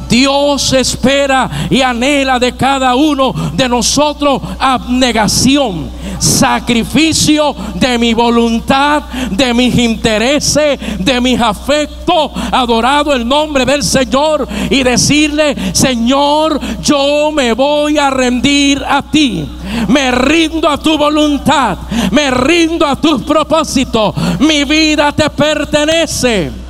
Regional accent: Puerto Rico; Y si usted y yo como puertorriqueños caemos en una crisis

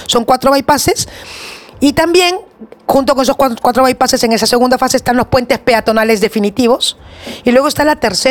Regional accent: Lima, Peru

